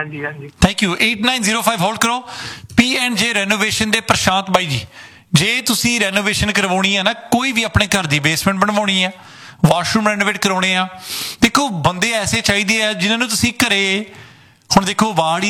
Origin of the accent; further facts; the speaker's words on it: Ludhiana, Punjab, India; moved away; ਅਸੀਂ ਵੀ ਲੁਧਿਆਣੇ ਤੋਂ ਹੀ ਆ।